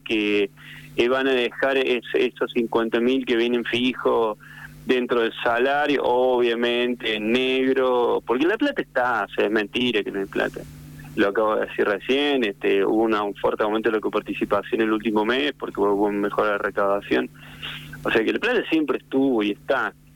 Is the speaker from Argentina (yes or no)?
yes; Córdoba, Argentina; moved away as an adult; now in La Rioja, Argentina; yo vengo vivo hace 25 años acá, porque creo que se me nota que soy cordobés